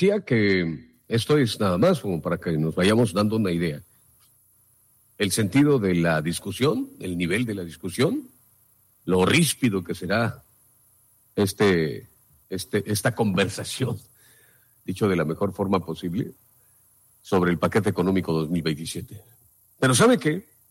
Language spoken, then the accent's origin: Spanish; Mexico; Estamos muy pronto, ya muy poco de celebrar juntos como mexicanos la noche del grito de independencia